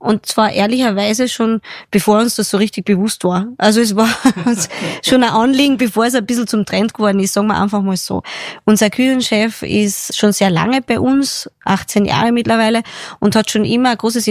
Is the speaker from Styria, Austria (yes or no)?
no; Carinthia, Austria; Was natürlich bei uns in Kärnten nicht fehlen darf, sind die Kärntner Kassnudeln.